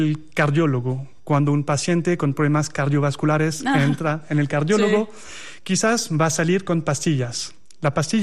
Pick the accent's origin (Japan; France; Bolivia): France; now in Colombia; Soy francés, viviendo en Colombia